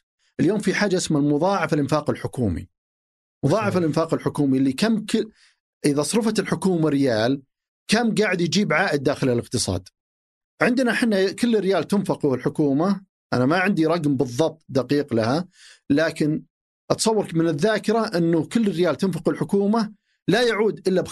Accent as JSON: {"language": "Arabic", "country": "Saudi Arabia", "said": "عندنا في السعودية"}